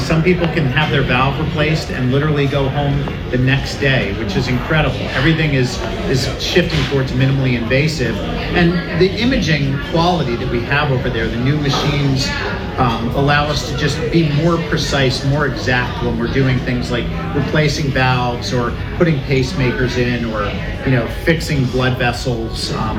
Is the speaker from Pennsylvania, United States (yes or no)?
yes; Lehigh Valley, Pennsylvania, United States; because I'm from the Lehigh Valley. I was born and raised here